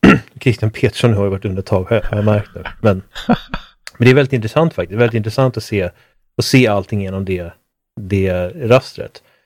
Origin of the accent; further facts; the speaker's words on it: Sweden; som svensk